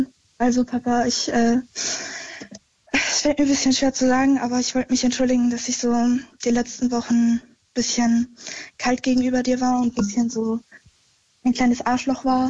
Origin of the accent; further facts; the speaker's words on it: Germany; also born or lived in Vienna, Austria; weil ich wurde in Wien geboren und meine Eltern haben sich geschieden und dann sind wir nach Deutschland gezogen.